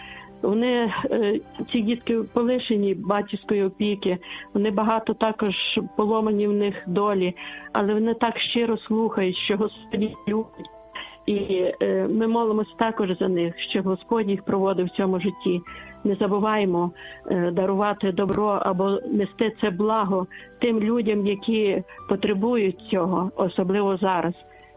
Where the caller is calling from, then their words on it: Lviv, Lviv Oblast, Ukraine; я зі Львова